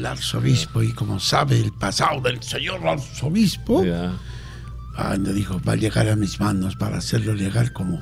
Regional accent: Cusco, Peru; now in Lima, Peru; Es una mixtura de actores que radicamos aquí en Lima. Yo soy cusqueño, radico en Lima

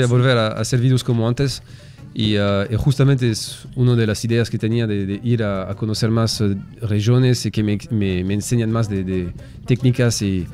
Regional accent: France; Spanish is a second language; now in Peru; venir a Perú y un francés va a abrir un restaurante peruano.

